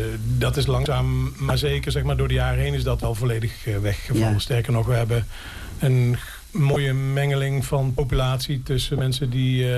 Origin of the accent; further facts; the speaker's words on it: Netherlands; born there; moved away; Ik kom oorspronkelijk uit Marezen.